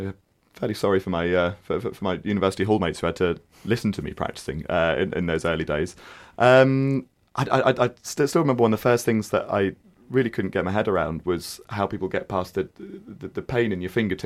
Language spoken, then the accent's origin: English; Milton Keynes, South East England, United Kingdom; moved away as an adult; also born or lived in Birmingham; I grew up in Milton Keynes, so I think I was back for the university holidays, and it was in Milton Keynes city centre